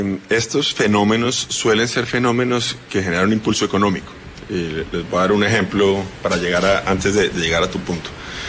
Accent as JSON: {"language": "Spanish", "country": "Colombia", "said": "todos nos reconocemos como colombianos"}